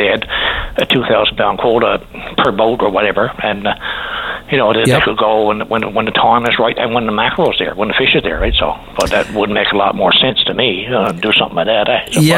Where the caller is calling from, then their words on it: Newfoundland and Labrador, Canada; I'm calling from the Gulf, northern, western Newfoundland and the Gulf region, northern Peninsula.